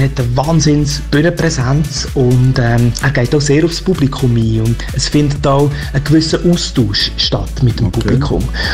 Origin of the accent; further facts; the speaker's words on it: Fribourg, Switzerland; now in Zürcher Unterland, Switzerland; Ich bin aufgewachsen in der Region Murten, wohne aber schon lange im Zürcher Unterland